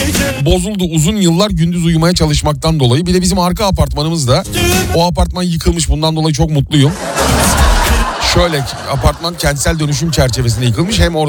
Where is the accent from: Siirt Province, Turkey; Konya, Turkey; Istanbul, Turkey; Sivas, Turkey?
Istanbul, Turkey; also born or lived in Bakırköy, Istanbul; ben Bakırköy'de doğdum büyüdüm, Bahçelievler'de doğdum büyüdüm. Ön tarafımız açıktı ama arka taraftaki bina ile aramızda 5 metre yoktur.